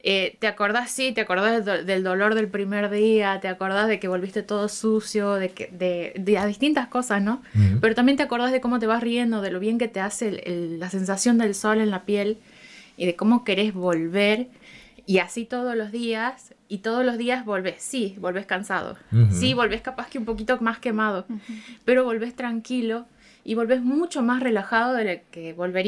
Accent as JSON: {"language": "Spanish", "region": "Jujuy", "country": "Argentina", "said": "Yo soy de Jujuy"}